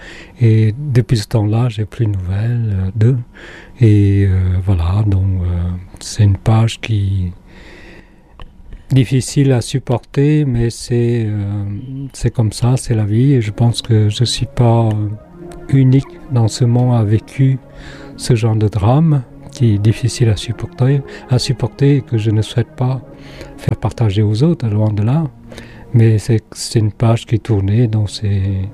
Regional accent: Cambodia; moved away as an adult; now in France; Je viens du Cambodge, je suis né et vécu 19 ans là-bas et me voilà 55 ans et je suis en France depuis 1975

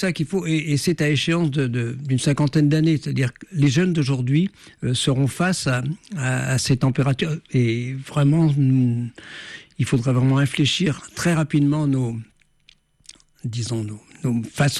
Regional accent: Brittany, France; je suis breton d'origine

